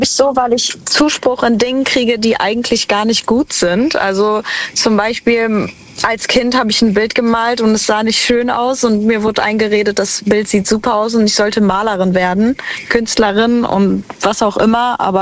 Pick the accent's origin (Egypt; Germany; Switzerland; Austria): Germany; Cologne, North Rhine-Westphalia; Ich bin aus Köln.